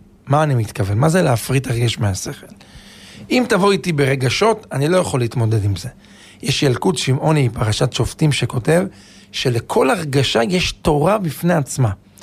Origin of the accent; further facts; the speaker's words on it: Netanya, Central District, Israel; אני זוכר אפילו בתור ילד בנתניה, אני זוכר לפני 40 שנה אנשים היו פותחים ספרים